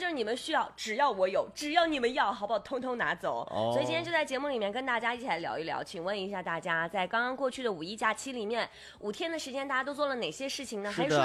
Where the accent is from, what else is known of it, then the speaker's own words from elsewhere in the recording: Inner Mongolia, China; 我锡林郭勒盟的